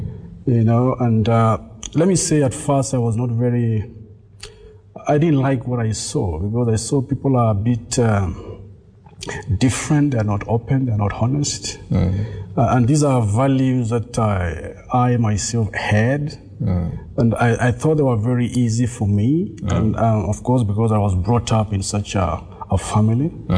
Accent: Nairobi, Kenya; now in Seychelles; I'm from Kenya. It's where I was born, in Nairobi. And this was 1973, if you like. Well, I was born in a big family

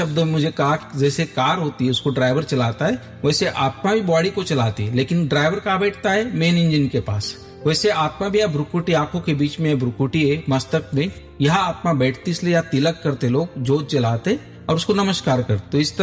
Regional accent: Bhadgaon, Maharashtra, India; moved away; Jalgaon district में भड़गांव तहसील में हमारा गांव है, तो वहां पर हम रहते थे।

